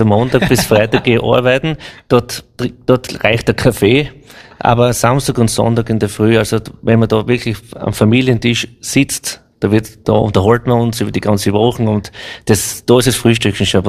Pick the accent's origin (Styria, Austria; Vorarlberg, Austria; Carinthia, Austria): Styria, Austria; wir sind die Buben aus dem Sulmtal.